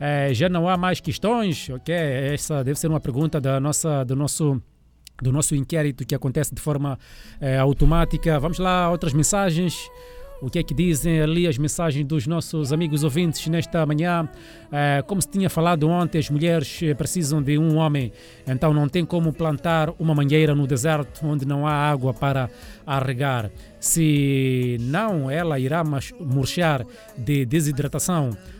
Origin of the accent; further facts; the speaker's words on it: Beira, Sofala, Mozambique; ouvinte de Macurungo, o bairro onde eu cresci, não é? Cidade da Beira. Sim, eu cresci no Macurungo, depois